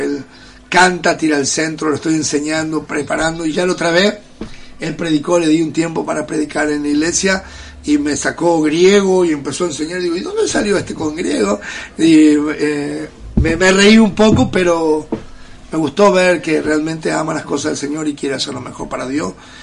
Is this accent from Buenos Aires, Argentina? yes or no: yes; Buenos Aires, Argentina; now in Tucumán, Argentina; soy de Buenos Aires, necesito volver de vez en cuando.